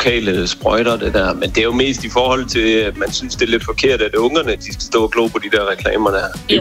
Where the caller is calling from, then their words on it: Jutland, Denmark; Jo, altså jeg er jo jyde